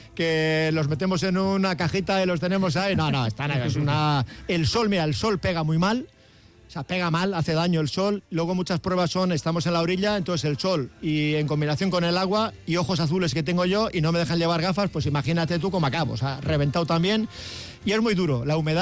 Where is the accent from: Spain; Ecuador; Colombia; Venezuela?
Spain; Navarre; Osasuna porque soy navarro